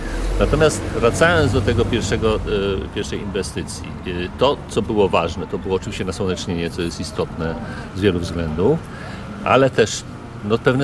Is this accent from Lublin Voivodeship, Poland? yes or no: yes; Lublin, Lublin Voivodeship, Poland; now in Łódź, Poland; Ja pochodzę z Lublina, ale z Łodzią się związałem już od 20 kilku lat